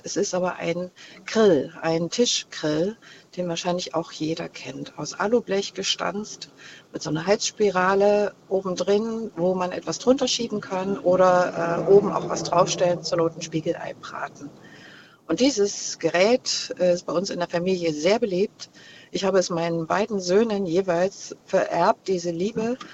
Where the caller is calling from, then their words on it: Friedrichsrode, Thuringia, Germany; Ich komme aus dem Kulturnest Friedrichsrode in Nordthüringen und lebe dort schon seit über 30 Jahren.